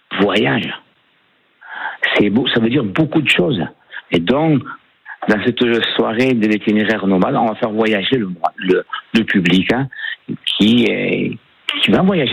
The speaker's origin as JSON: {"language": "French", "town": "Agde", "region": "Occitanie", "country": "France", "tie": "born or raised there", "said": "moi je suis quand même agatois, hein, j'ai grandi à Agde"}